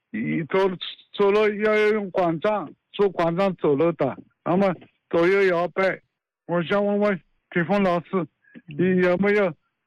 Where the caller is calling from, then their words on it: Wuxi, Jiangsu, China; 我是江苏无锡的。